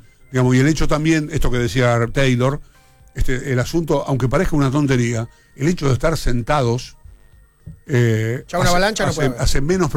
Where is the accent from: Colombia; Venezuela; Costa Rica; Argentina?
Argentina; somos argentinos